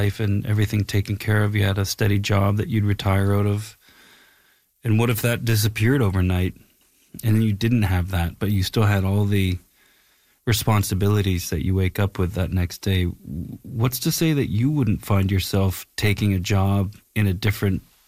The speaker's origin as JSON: {"language": "English", "region": "Nova Scotia", "country": "Canada", "moved": "as an adult", "lives_now": "Los Angeles, United States", "said": "I moved from Nova Scotia to Los Angeles to go to the American Film Institute."}